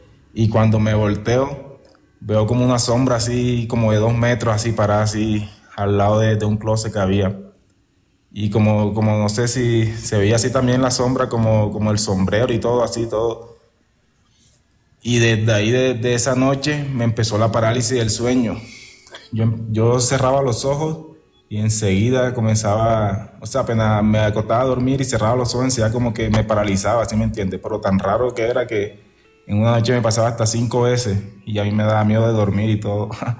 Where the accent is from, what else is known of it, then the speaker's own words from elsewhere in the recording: Fundación, Magdalena, Colombia; Yo soy de Fundación Magdalena, pero en ese tiempo me fui a vivir a Arauca, Arauca, ahí cerca de Venezuela.